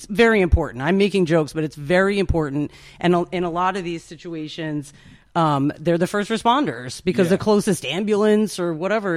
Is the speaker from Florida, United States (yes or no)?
no; Germantown, New York, United States; moved away as an adult; now in Catskill, United States; I'm not from Catskill. I'm from Germantown originally, like you said, left to go to college. You know, I stayed for about 10 years away and then came back, and now we live in Catskill.